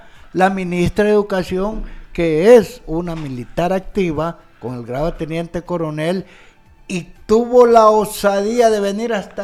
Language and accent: Spanish; Honduras; Y nosotros como hondureños, como que sin nada.